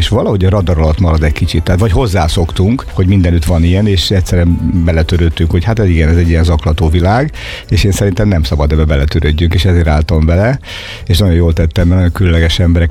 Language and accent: Hungarian; Battonya, Békés, Hungary; Én Batonyán nőttem fel, egy kis faluban ráadásul, tehát hogy nem is egy nagy város elhagyatott utcái, hanem ott mindenki ismert mindenkit